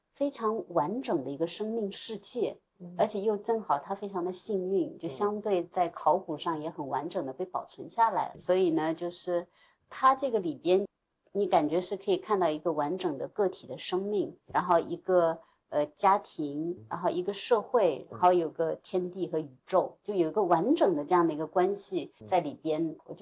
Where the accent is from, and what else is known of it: China